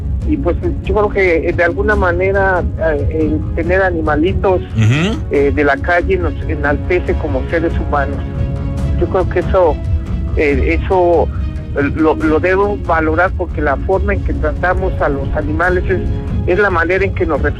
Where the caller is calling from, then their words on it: Mexico City, Mexico; Hablo desde la Ciudad de México.